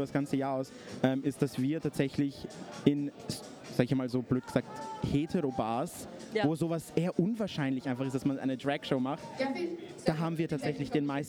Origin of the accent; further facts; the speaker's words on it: Lower Austria, Austria; now in Linz, Austria; Tatsächlich aus Niederösterreich